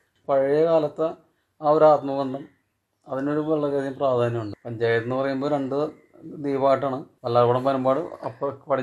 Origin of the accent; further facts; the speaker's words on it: Kochi, Kerala, India; ബോൾഗാട്ടി സ്വദേശിയാണ്. ഞങ്ങളുടെ കാരണന്മാരായിട്ട് ഇവിടെ തന്നെ ജനിച്ചു നോക്കാറ്. മുളവാട് പഞ്ചായത്ത് എന്നുള്ള തെക്കേ അറ്റത്ത് ബോൾഗാട്ടി